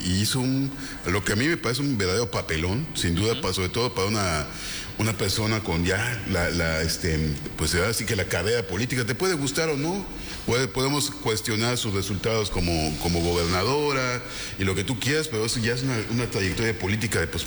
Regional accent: Yucatán, Mexico; y pues como yucateco, pues oye, nos deja mal, hombre, ¿no?

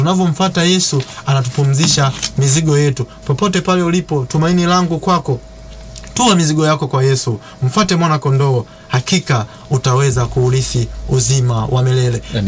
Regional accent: Same, Kilimanjaro, Tanzania; natokea Same.

